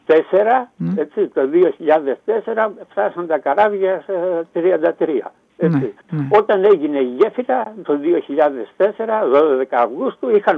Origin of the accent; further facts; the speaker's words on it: Antirrio, Western Greece, Greece; Στην προβλήτα του παππού μου, το πρώτο σπίτι, το καφεζιθεστιατόριο Νομπάτης, εκεί που μεγάλωσα